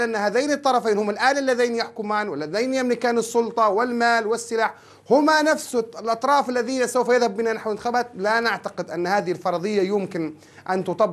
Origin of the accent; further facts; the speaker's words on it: Libya; now in Tripoli, Libya; لنا كليبيين